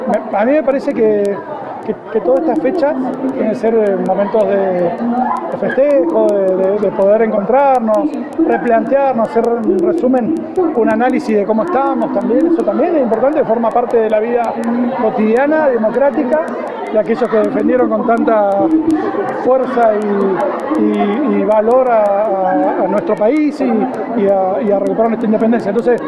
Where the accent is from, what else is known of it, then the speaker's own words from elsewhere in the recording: Argentina; nuestro sentido de pertenencia que tenemos como argentinos